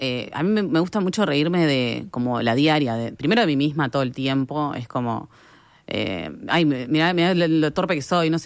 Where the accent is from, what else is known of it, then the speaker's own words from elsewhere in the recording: Uruguay; soy una uruguaya más